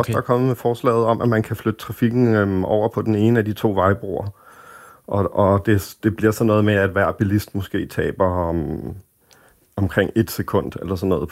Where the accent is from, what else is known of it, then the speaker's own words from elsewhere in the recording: Copenhagen, Capital Region of Denmark, Denmark; Jamen, jeg er københavner og vokset op her, og jeg har altid synes, det var interessant med det her med formen på byen